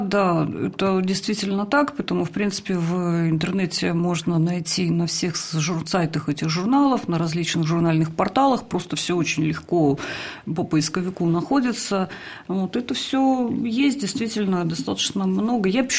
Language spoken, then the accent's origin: Russian; Belarus; мы скажем, белорусы, посмотри в шуфлядке.